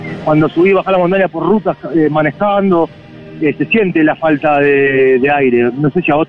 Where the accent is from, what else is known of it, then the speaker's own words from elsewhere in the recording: Buenos Aires, Argentina; No, mi viejo rosarino, porteño de ley.